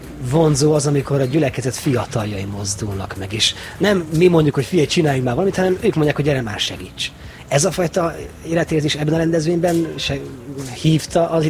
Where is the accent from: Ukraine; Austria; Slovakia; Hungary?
Ukraine; Berehove, Zakarpattia Oblast